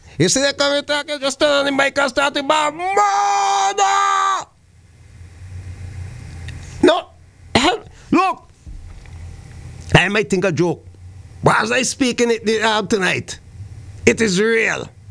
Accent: St. Vincent & Grenadines; What I in St. Vincent, my hometown, Dominica, St. Lucia, Grenada, Jamaica, Guyana

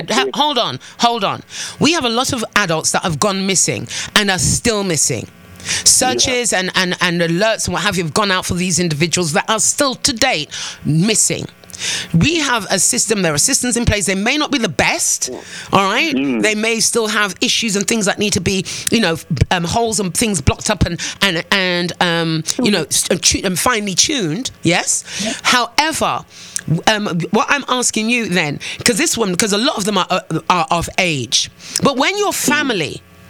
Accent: England, United Kingdom; now in Antigua and Barbuda; Listen, I came from England. That's already a surveillance state.

